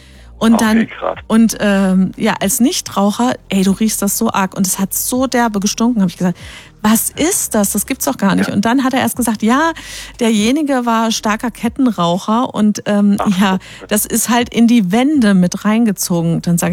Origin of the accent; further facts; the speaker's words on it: Speyer, Rhineland-Palatinate, Germany; Ich komme ja aus Speyer